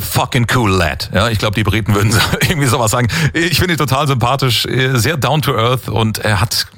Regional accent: Schwetzingen, Baden-Württemberg, Germany; Morgen, wenn … meine Heimatstadt Schwetzing rocken, live Open Air im Schlossgarten, wird sicherlich geil.

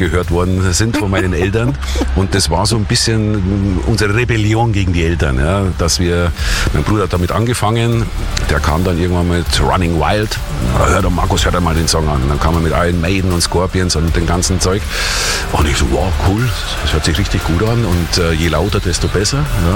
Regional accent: Bavaria, Germany; ja gut, ihr müsst wissen, ich bin in Bayern aufgewachsen

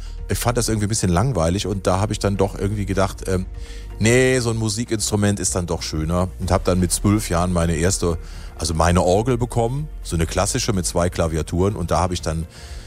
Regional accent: Aachen, North Rhine-Westphalia, Germany; Das ist bei mir so, ich komme aus Aachen, ich bin römisch-katholisch erzogen worden.

